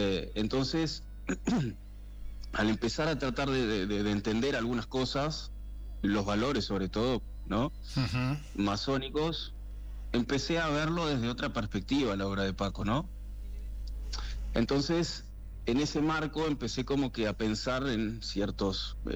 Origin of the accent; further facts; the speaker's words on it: Rivera, Uruguay; yo soy del interior, soy de Rivera, y entonces esta temática de lo rural también de cierta manera me interpela